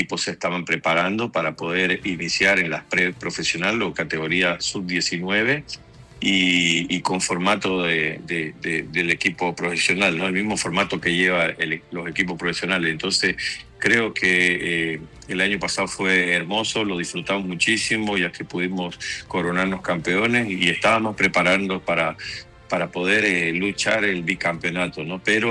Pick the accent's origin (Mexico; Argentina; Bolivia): Bolivia